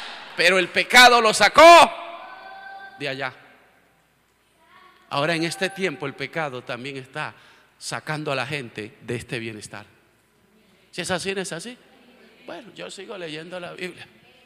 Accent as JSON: {"language": "Spanish", "region": "La Guajira", "country": "Colombia", "moved": "yes", "said": "yo que soy de La Guajira, y La Guajira tiene una parte desértica"}